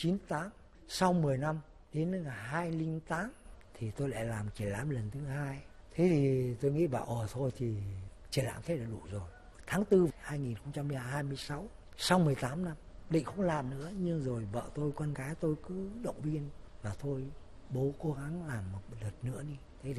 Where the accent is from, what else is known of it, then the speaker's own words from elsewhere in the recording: Bac Giang, Vietnam; born there; now in Hanoi, Vietnam; quê tôi là ở Bắc Giang. Thế bây giờ tôi sống ở Hà Nội cũng lâu rồi, từ năm 51 cơ.